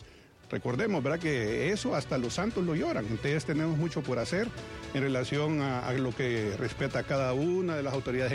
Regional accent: Honduras; nosotros como pueblo hondureño

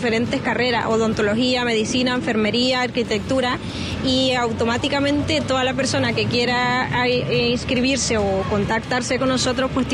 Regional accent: Honduras; now in Spain; la embajada que nos representa como hondureños en España

